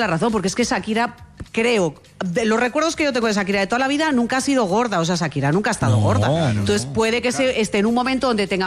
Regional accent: Spain; Acuérdate cómo somos las españolas.

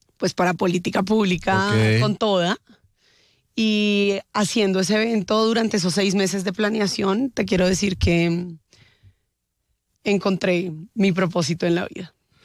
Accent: Bogotá, Colombia; nací en Bogotá. Pero madre. tengo la costa en mi sangre. Mi papá es de Valparaíso.

